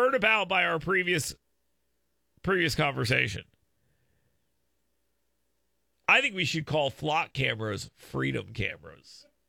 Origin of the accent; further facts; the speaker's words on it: Gulf Coast, United States; I grew up there. I grew up right on the Gulf of America, and we always called it the Gulf of America.